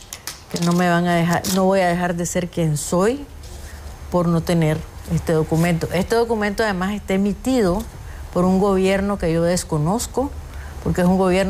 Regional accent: Nicaragua; soy una poeta nicaragüense, y cuando la historia haya olvidado a estos tiranos, yo todavía voy a estar en mis libros como poeta nicaragüense.

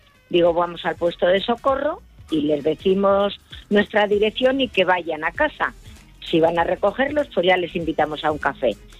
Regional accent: Burgos, Castile and León, Spain; Soy de Burgos.

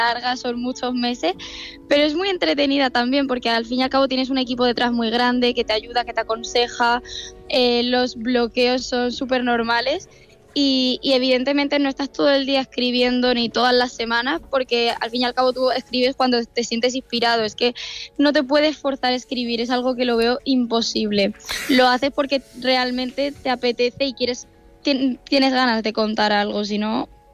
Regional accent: Murcia, Region of Murcia, Spain

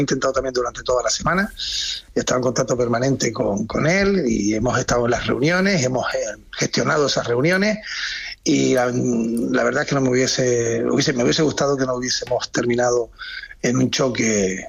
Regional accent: Canary Islands, Spain

